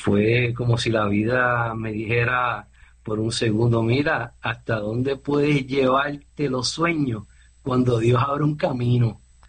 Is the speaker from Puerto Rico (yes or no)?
yes; Puerto Rico; moved away; Yo era un muchacho, yo imagínate, vine de Puerto Rico y viendo un sueño que por momentos parecía demasiado grande para ser real.